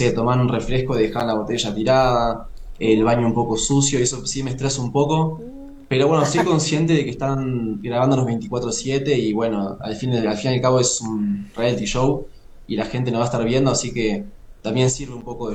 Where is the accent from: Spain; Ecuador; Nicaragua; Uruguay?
Uruguay; moved away as an adult; now in Mexico City, Mexico; Empecé en Uruguay, yo soy uruguayo.